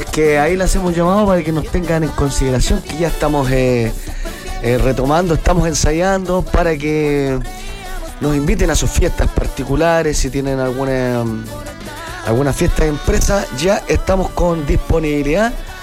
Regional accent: Chillán, Ñuble, Chile; somos de acá de Chillán

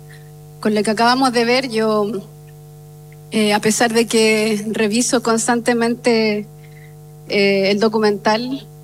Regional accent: Talca, Maule, Chile; born there; nací en Talca en 1993

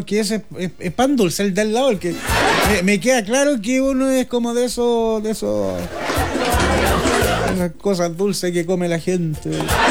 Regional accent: Maipú, Santiago Metropolitan Region, Chile; estoy trabajando en Vespucio todavía y soy de Maipú, lo escucho siempre, son los mejores.

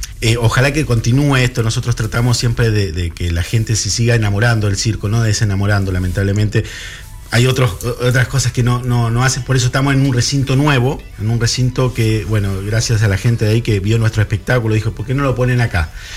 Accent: Argentina; Yo soy argentino, mi mamá es checoslovaca.

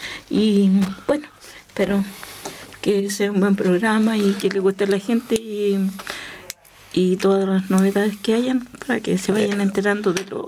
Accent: Villa Alegre, Maule, Chile; yo soy de nací y criada en Villa Alegre.

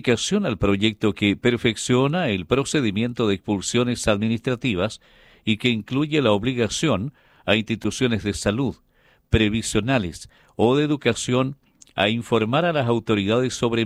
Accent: Chile

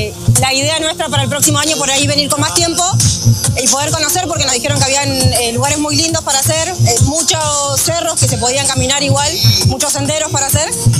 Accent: Comodoro Rivadavia, Chubut, Argentina; somos un grupo de 8 chicas que venimos de Chubut, Comodoro Rivadavia, de Argentina. Es la primera vez que nos venimos para acá.

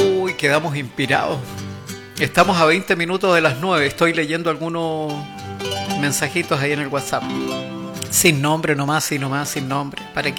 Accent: Chile

